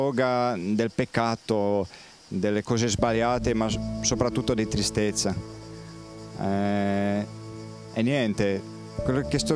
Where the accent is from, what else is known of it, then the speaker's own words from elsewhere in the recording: Poland; Italian is a second language; Allora, buongiorno a tutti … vengo da Polonia.